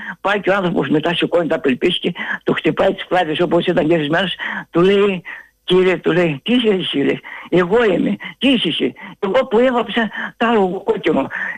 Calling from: Athens, Attica, Greece; από Παγκράτη.

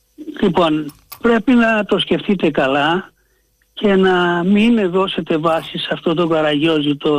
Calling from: Athens, Attica, Greece; είμαι από τα Άνω Πατήσια.

